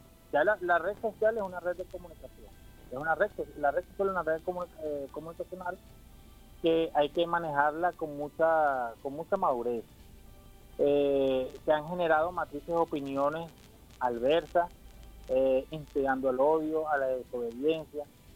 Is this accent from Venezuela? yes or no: yes; Venezuela; la sociedad venezolana.